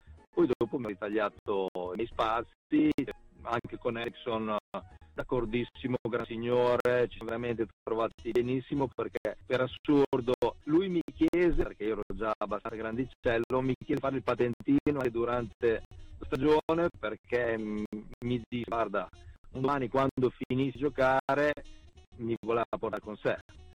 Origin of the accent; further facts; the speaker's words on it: Emilia-Romagna, Italy; sono emiliano